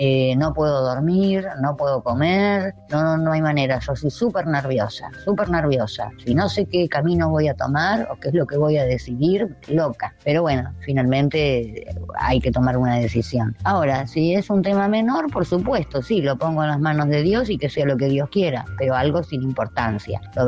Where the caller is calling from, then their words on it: Buenos Aires, Argentina; de Barrio Norte